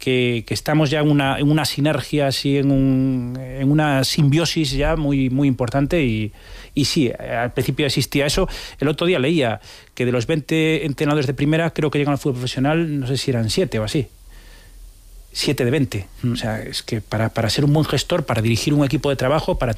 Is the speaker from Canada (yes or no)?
no; Vigo, Galicia, Spain; siendo de Vigo